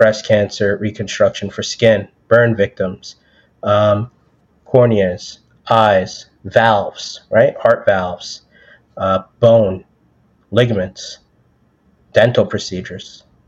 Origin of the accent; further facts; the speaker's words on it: New York City, New York, United States; I'm a New Yorker, born and raised out of Brookdale in Brooklyn